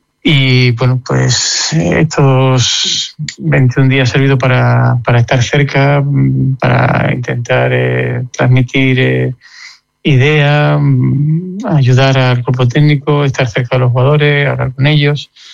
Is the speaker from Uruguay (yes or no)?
no; San Fernando, Andalusia, Spain; me dediqué un tiempo a reflotar al club de mi pueblo, San Fernando, y estaba a gusto ahí